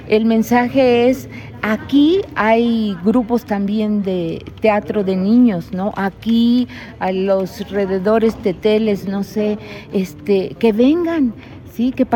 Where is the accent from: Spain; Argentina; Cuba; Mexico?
Mexico; Altotonga, Veracruz; somos foráneos, ya que venimos de Altotonga, Veracruz